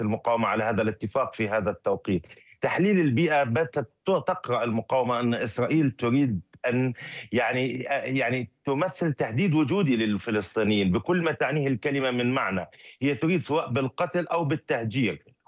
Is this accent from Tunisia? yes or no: no; Palestine; هذا مسألة تعودنا عليها كفلسطينيين